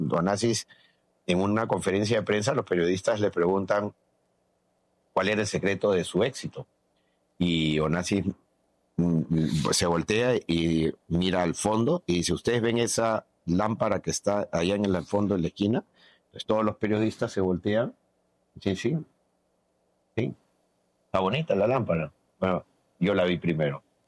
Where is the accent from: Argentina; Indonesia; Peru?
Peru; O sea, nosotros somos peruanos, no somos tibios y vamos a ir hasta el final